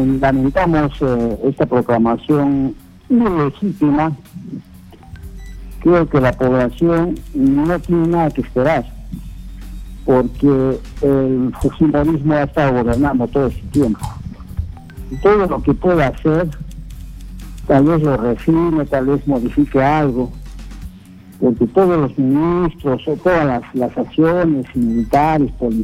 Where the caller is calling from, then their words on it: Arequipa, Peru; llamo de Arequipa